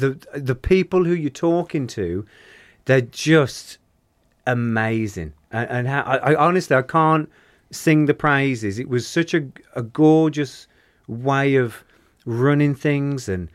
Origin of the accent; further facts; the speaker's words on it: Halesowen, West Midlands, United Kingdom; my hometown has been mentioned in Rick Mail's book.